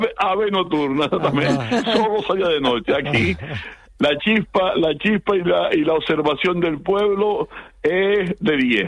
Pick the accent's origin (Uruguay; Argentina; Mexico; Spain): Spain; San Andrés y Sauces, Canary Islands; es mi pueblo